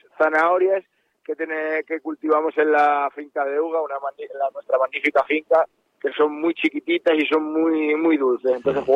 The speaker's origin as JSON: {"language": "Spanish", "town": "Madrid", "region": "Community of Madrid", "country": "Spain", "moved": "yes", "lives_now": "Canary Islands, Spain", "said": "Yo al final soy madrileño."}